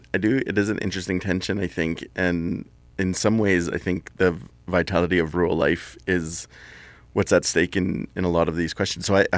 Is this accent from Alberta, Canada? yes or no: yes; Alberta, Canada; moved away as an adult; for the last 20 years I've lived largely in big cities, right? But I grew up on Ermineskin Reserve, went to schooling in Wetaskiwin all throughout